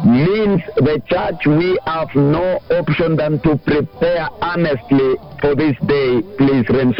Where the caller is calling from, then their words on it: Aragua, Murang'a County, Kenya; I'm calling from Aragua in Muranga this afternoon